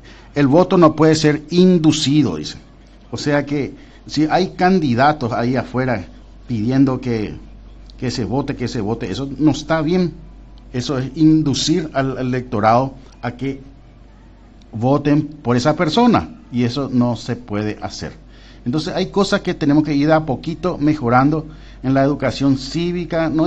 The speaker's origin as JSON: {"language": "Spanish", "country": "Paraguay", "said": "Somos todos paraguayos por sobre todas las cosas."}